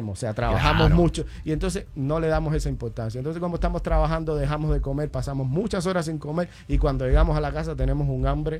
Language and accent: Spanish; Cuba; En Cuba, de donde soy, tenemos un eslogan muy de eso que siempre lo decimos.